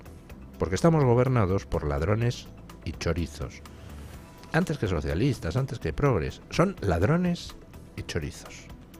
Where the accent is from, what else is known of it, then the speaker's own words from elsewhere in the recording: Spain; quienes somos españoles o vivimos en España